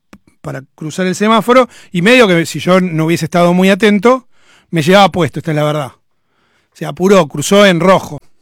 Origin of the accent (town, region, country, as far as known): Argentina